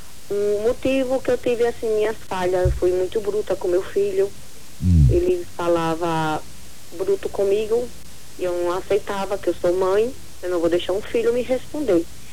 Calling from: Itabaianinha, Sergipe, Brazil; Sou da cidade de Itabaianinha, Sergipe.

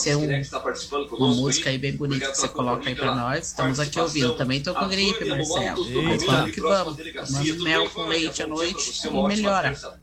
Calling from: Curitiba, Paraná, Brazil; Sou de Curitiba.

